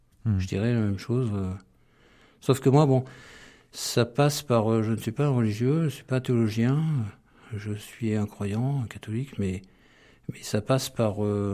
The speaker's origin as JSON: {"language": "French", "town": "Grenoble", "region": "Auvergne-Rhône-Alpes", "country": "France", "said": "moi je suis de Grenoble"}